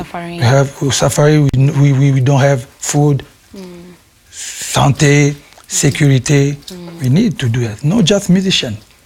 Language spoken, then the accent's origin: English; DR Congo; I'm from Congo.